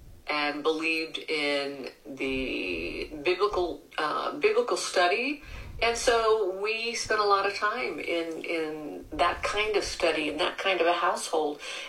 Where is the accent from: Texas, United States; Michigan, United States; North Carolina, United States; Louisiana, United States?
Texas, United States; El Paso; also born or lived in Lubbock, Texas; I grew up in Lubbock, Texas, and then moved to El Paso, Texas at around 7, and then spent my time here all the way until now.